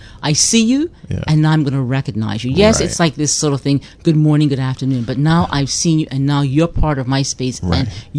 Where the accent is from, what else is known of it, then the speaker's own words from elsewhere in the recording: Bermuda; also born or lived in United Kingdom; I'm from Bermuda.